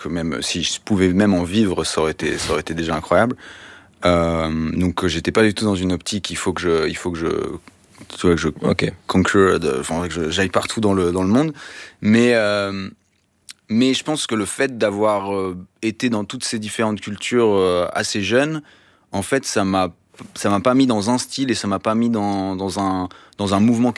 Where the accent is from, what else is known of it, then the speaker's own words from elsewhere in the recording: Vouvray, Centre-Val de Loire, France; J'ai grandi à Tours dans un village qui s'appelle Vouvray